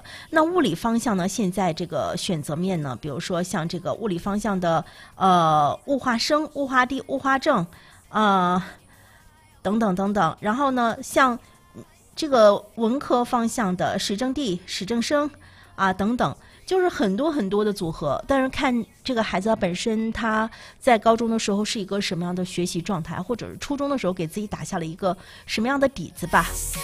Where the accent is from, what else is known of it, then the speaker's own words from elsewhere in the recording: Liaoning, China; 我们身为一个东北人，尤其是身为一个辽宁人